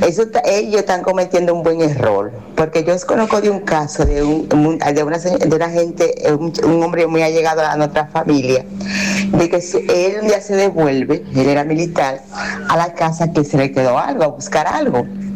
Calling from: Barahona, Dominican Republic; también de Barahona.

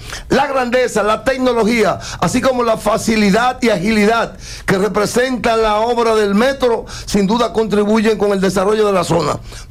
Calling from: Dominican Republic; todos somos dominicanos.

